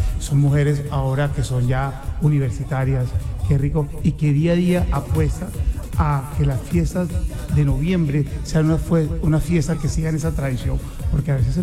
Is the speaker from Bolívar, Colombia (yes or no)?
yes; Cartagena, Bolívar, Colombia; Yo soy cartagenero y soy no soy ni negro ni blanco.